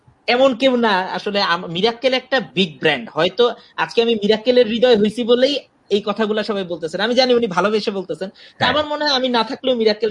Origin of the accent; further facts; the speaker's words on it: Dhaka, Dhaka Division, Bangladesh; আমি আসলে ঢাকাতেই বড় হয়েছি এবং আমার আমার জীবন যাপন, আমার চিন্তা ভাবনা, আমার কথাবার্তা, আমার জোক, আমার লেখালেখি সব জায়গায় আসলে ঢাকাটাই বেশি।